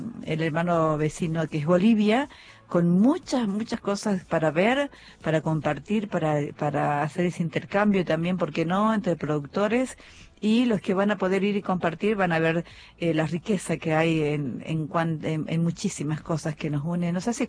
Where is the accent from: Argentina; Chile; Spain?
Argentina; Así que no sé qué voy a hacer mañana por todas las cosas que vamos a vivir aquí como argentinos.